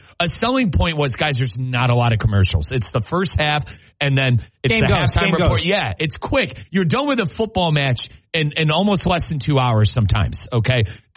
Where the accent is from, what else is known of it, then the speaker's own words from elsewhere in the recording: Midwest, United States; I'm from the Midwest.